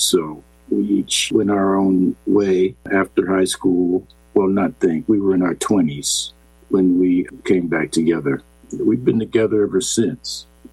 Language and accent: English; Berkeley, California, United States; born or raised there; moved away as an adult